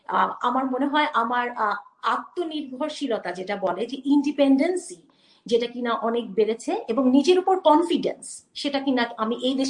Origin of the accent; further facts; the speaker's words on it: Bangladesh; এখানে আসলে দুটো ব্যাপার আছে, এক হচ্ছে যে আমরা বাংলাদেশি, হ্যাঁ, so we came from like you know একটা ভ্যালুস থেকে, হ্যাঁ, একটা কালচার থেকে। তুমি যদি আমাকে বলো অ্যাজ এ বাংলাদেশি হিসেবে